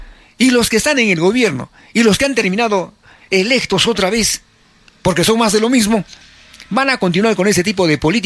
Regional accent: Peru

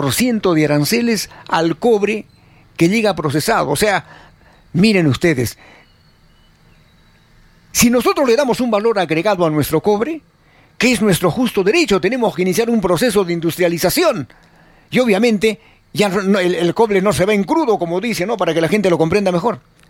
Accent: Peru

